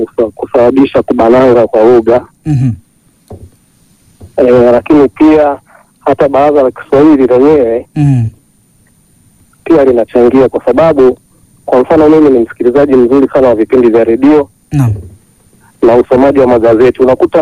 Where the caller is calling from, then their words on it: Tabora, Tanzania; natokea Irolangu Tabora.